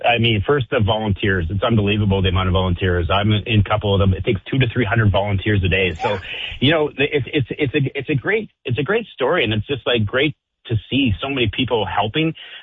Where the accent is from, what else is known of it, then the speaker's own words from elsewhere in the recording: Toronto, Ontario, Canada; So I'm back in Ontario where I started. I'm from Toronto and I started here.